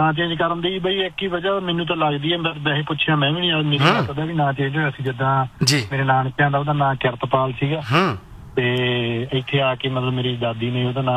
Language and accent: Punjabi; Faridkot, Punjab, India; ਹਾਂਜੀ ਹਾਂਜੀ ਬਾਈ, ਮੈਂ ਵੀ ਫਰੀਦਕੋਟ ਤੋਂ ਆ ਬਾਈ